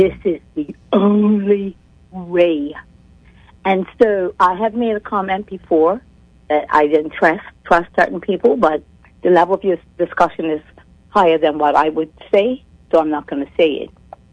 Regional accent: Bermuda; accent: Bermudian; I prefer my Bermudian accent over any other.

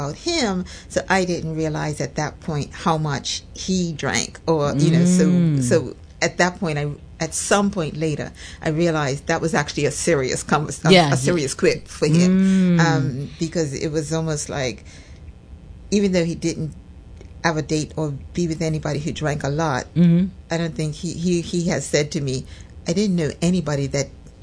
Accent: Bermuda; I grew up in Bermuda. I grew up back at town in Bermuda.

